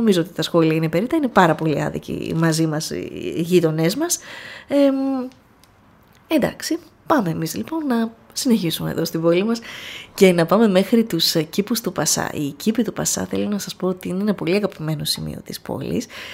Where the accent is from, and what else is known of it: Greece